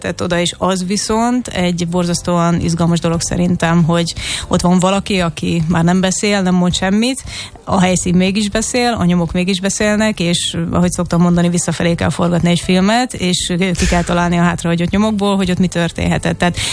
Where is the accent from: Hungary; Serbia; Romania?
Hungary; born there; moved away as an adult; now in Budapest, Hungary; Én magam is egyébként vidéken, tehát a szülővárosomban kezdtem a szakmámat, és később kerültem fel nagyjából egy év múlva Budapestre